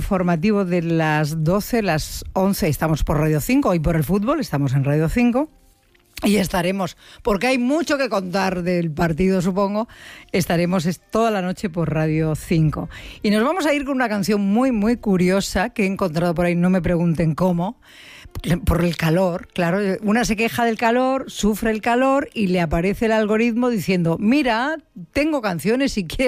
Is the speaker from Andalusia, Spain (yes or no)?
no; Extremadura, Spain; ¿Has estado en Extremadura con los 41 grados que había en mi tierra?